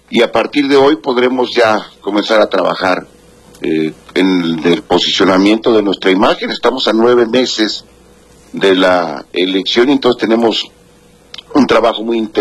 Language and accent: Spanish; Mexico; todos somos mexicanos